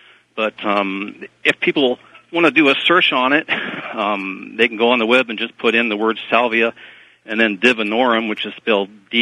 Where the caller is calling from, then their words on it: Kenai, Alaska, United States; in Kenai, Alaska.